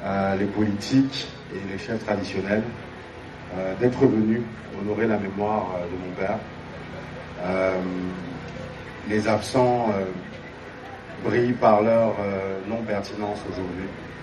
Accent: Cameroon; En tant que Camerounais

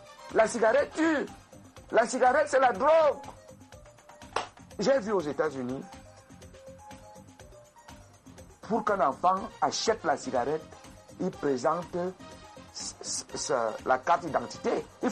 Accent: Cameroon; moi je suis inquiet en tant que Camerounais

